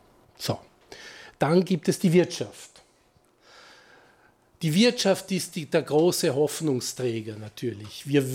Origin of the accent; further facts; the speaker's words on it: Austria; Was wollen wir als Österreicher, als kleines mitteleuropäisches Land erreichen?